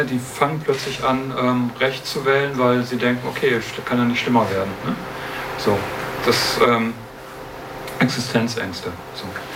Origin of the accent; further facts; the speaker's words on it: Münster, North Rhine-Westphalia, Germany; Also ich komme aus Münster, also ohne Neu. Ich komme aus Münster und in Münster ist eine Studierendenstadt.